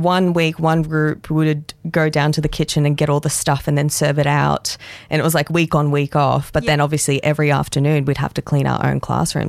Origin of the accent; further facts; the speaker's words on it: Japan; first language Japanese; English is a second language; So ever since I was little, I mean, Japanese was my first language, but my mum would ask me something in Japanese, I'd respond in Japanese.